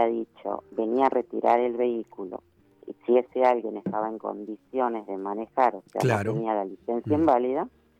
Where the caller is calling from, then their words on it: Lomas de Zamora, Buenos Aires Province, Argentina; yo que vivo en Lomas